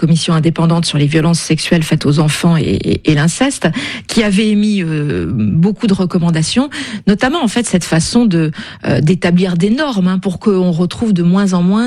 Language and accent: French; France; chez nous en France